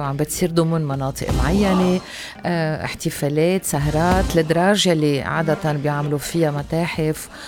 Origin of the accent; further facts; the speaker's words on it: Lebanon; كلبنانية قديش نحن عن جد شعب عنيد.